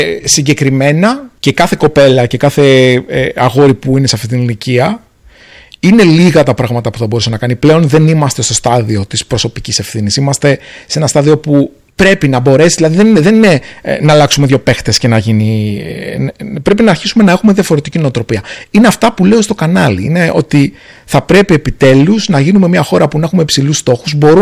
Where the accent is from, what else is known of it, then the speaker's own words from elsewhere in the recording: Agrinio, Western Greece, Greece; το Αγρίνιο είναι ο τόπος μου